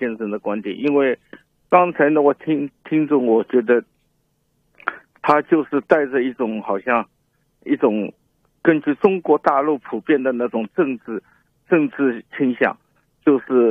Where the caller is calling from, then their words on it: Canada; 我们都是加拿大人